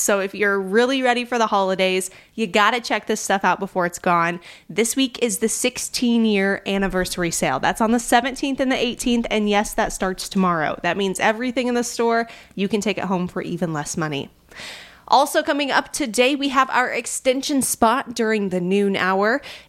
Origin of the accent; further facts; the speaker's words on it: Illinois, United States; now in Iowa, United States; I'm from Illinois also, and wrestling wasn't big where I was at. So coming over here to Iowa, I definitely married into wrestling